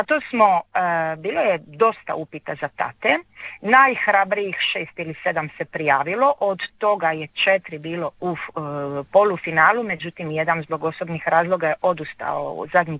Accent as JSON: {"language": "Croatian", "country": "Croatia", "moved": "yes", "lives_now": "Italy", "said": "naš problem, ne samo kod nas u Hrvatskoj, nego i u, ja to vidim i ovdje u Italiji"}